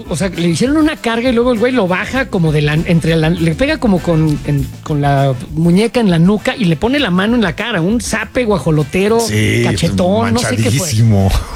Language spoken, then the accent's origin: Spanish; Mexico